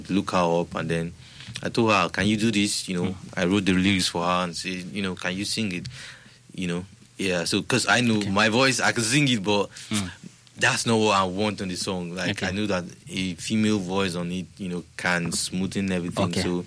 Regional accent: Enugu State, Nigeria; first language Igbo; English is a second language; And then in Igbo too, that's my native, because I'm from Nigeria, Enugu State. I'm an Igbo man

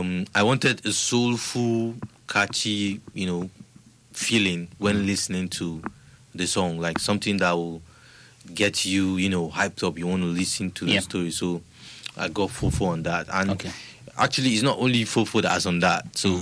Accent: Enugu State, Nigeria; first language Igbo; English is a second language; now in Scotland, United Kingdom; sing in English, rap in English. And then the pidgin, the Nigerian pidgin, I do that as well. And then in Igbo too, that's my native, because I'm from Nigeria, Enugu State.

